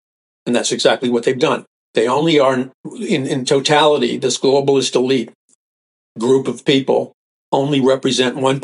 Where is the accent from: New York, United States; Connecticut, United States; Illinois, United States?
New York, United States; New York City; I remember growing up in New York City, people talk very straight, very, a lot of people are turned off, but you know, I can't do anything about that. That's where I was raised.